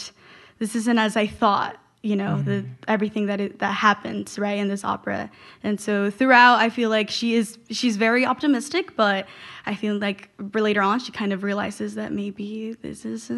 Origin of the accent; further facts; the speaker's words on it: Salem, Oregon, United States; moved away as an adult; now in Portland, United States; I was born in Portland, raised in Salem, and now I'm back in Portland